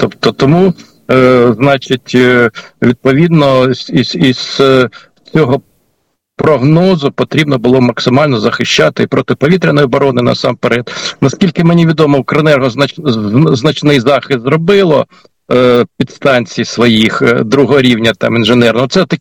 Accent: Kyiv, Ukraine; ми, кияни

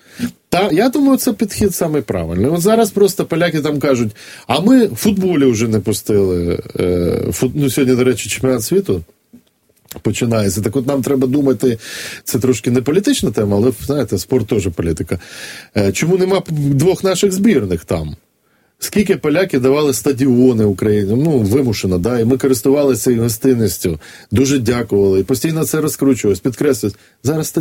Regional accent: Vinnytsia, Vinnytsia Oblast, Ukraine; я просто родом з Вінниці

